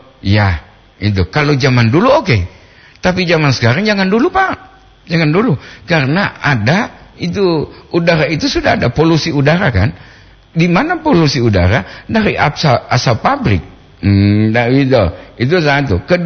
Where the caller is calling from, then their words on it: Bongo, Gorontalo, Indonesia; Saya dari Bongo Batu Da'a Pantai.